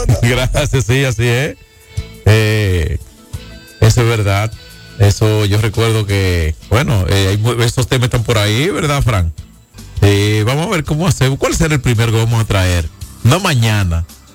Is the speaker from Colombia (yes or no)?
no; Dominican Republic